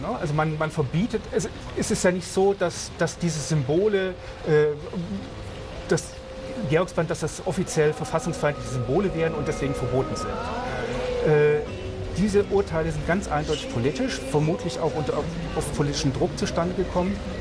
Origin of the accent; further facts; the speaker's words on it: West Germany, Germany; born there; Also ich bin in Westdeutschland geboren.